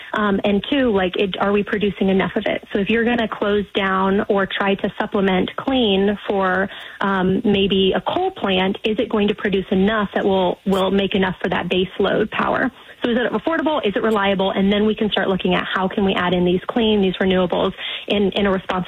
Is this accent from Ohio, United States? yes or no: yes; Ohio, United States; I use the example, I'm from Ohio. If you put a ton of solar panels here in Ohio